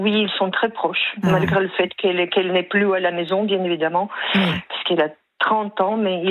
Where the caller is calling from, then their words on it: Lyon, Auvergne-Rhône-Alpes, France; J'habite à Lyon